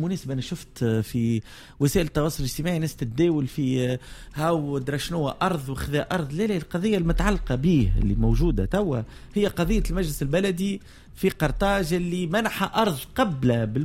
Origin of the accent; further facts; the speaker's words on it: Tunisia; كمحب للمنتخب الوطني وكتونسي